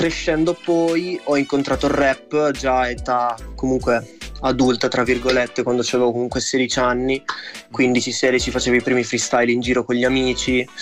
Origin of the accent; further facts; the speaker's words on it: Sant'Andrea in Casale, Emilia-Romagna, Italy; io sono di Sant'Andrea in Casale, provincia di Rimini.